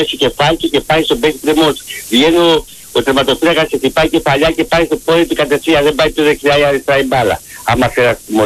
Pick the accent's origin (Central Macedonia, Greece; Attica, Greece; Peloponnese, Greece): Peloponnese, Greece; now in Crete, Greece; Και εγώ είμαι Πελοπόννησος. Αλλά εδώ στην Κρήτη από το 65.